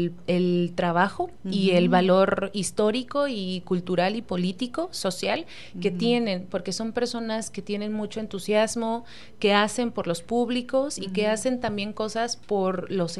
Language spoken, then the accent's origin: Spanish; Morelia, Michoacán, Mexico; Yo vengo de Morelia